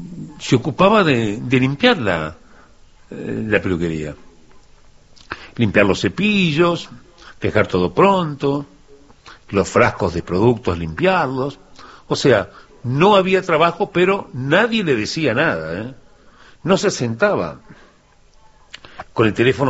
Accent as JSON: {"language": "Spanish", "country": "Uruguay", "said": "Ahora, los uruguayos, cuando no hay trabajo, ¿nos cruzamos de brazos o inventamos algo para hacer?"}